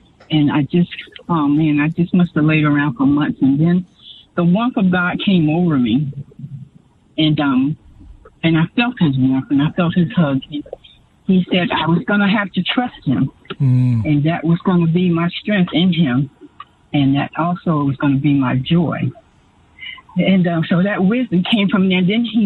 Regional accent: New Jersey, United States; moved away as an adult; now in Greenville, United States; New Jersey is my hometown, but I was here in Greenville.

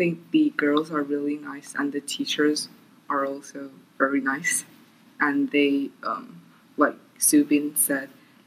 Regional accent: Taiwan; now in United States; I'm a junior right now, and I'm from Taiwan.

